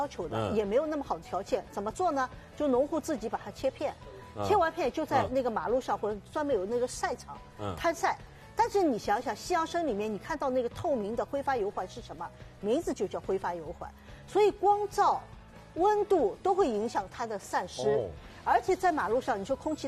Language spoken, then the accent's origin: Chinese; China; 我们中国人